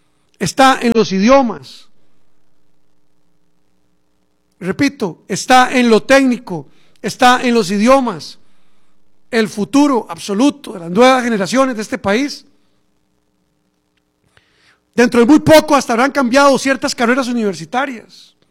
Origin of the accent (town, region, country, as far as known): Costa Rica